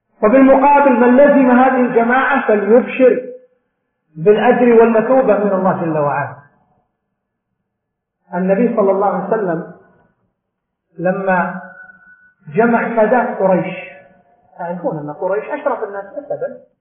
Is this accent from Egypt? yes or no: no; Saudi Arabia; عندنا في المملكة العربية السعودية